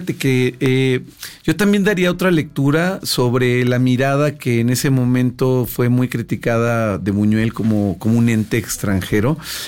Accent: Mexico; Nosotros somos mexicanos y comemos chile y bailamos de cierta manera y festejamos de cierta manera.

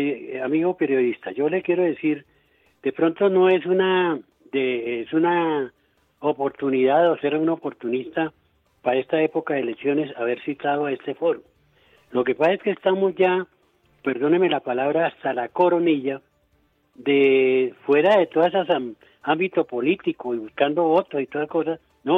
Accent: Armero, Tolima, Colombia; cuando yo estaba de concejal de la desaparecida Armero, yo soy de Armero, Tolima

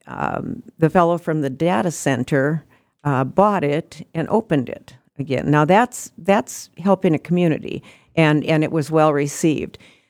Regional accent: Ellendale, North Dakota, United States; My hometown is Ellendale.

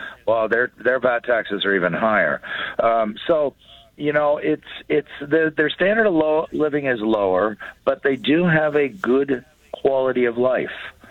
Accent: Canada; now, remember, I'm a Canadian. I'm here on Canadian dollars.

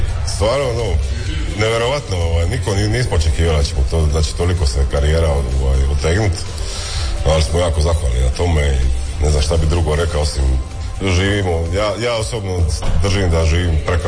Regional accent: Split, Split-Dalmatia County, Croatia; iz Splita smo bili glavni ovaj, predvodnici tog hip-hop vala

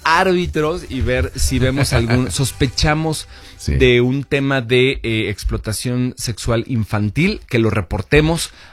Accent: Mexico City, Mexico; yo soy de la Ciudad de México y estoy la mayor cantidad de tiempo aquí, pero pues me toca también viajar muchísimo a México.

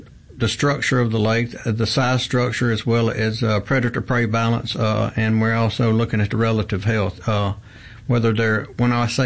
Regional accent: Greenville, Mississippi, United States; I was born in Greenville, Mississippi, spent my youth up on Lake Ferguson, moved to Jackson, graduated high school, went to Mississippi College for my undergraduate

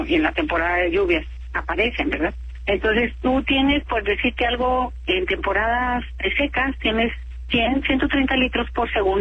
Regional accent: Mexico

